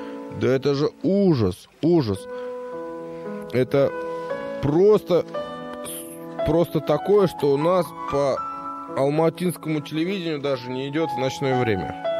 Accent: Kazakhstan; Мы казахи, вот, ну, мы, короче, случайно туда попали.

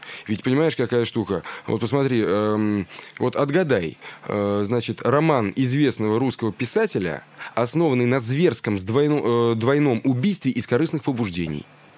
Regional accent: Russia; у нас в России не то, что мы русские, ну, какая разница, ну, мы евреи, ну, мы там, я не знаю, татары, все равно мы россияне

